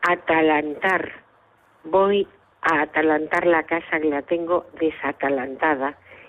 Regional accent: Castile and León, Spain; now in Madrid, Spain; de Madrid. Estoy oyendo hablar de las palabras en desuso. Yo soy de la provincia de León, pero mi marido era de la provincia de Ávila.

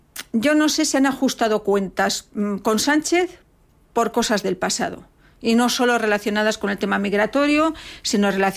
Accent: Spain; Pues vamos a ver, yo como española, pues mi deseo es que si ocurre un acontecimiento de extrema gravedad como el que vivimos la semana pasada, el resto de los países hagan piña en torno a mi país

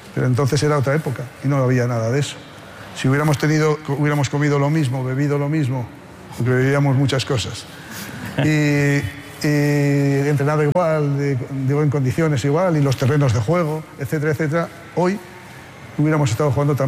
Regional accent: Haro, La Rioja, Spain; moved away; also born or lived in Bilbao; en un pueblo maravilloso, que les invito a visitar, mi pueblo es Aro, en La Rioja, fantástico, se come y se bebe muy bien y hay muy buena gente.

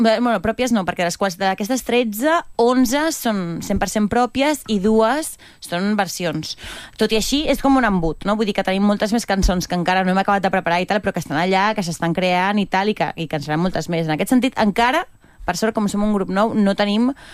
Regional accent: Barcelona, Catalonia, Spain; jo sóc de Gràcia tota la vida, però tot és vivim a Gràcia.

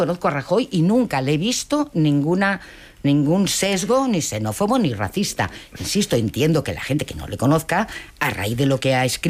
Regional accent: Community of Madrid, Spain; now in Granada, Spain; tienes más derecho a acceder a unas ayudas públicas que yo, que llevo 2 meses viviendo en Granada y soy madrileña.

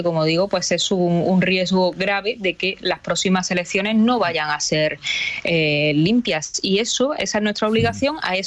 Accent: Spain; su voto y el mío, como españoles que somos, cada vez vale menos.

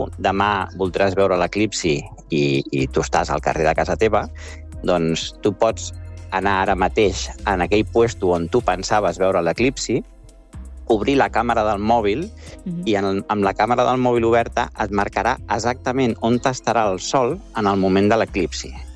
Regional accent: Galicia, Spain; jo sóc de Galícia, ara mateix estic al poble

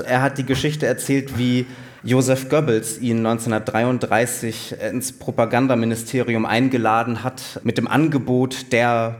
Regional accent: Berlin, Germany

